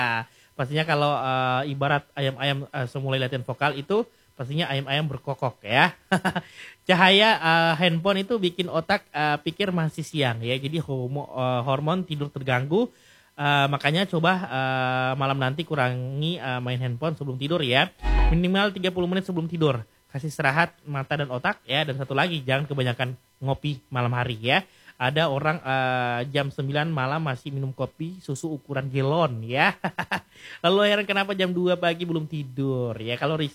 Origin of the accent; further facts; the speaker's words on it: Sulawesi, Indonesia; Kita orang Sulawesi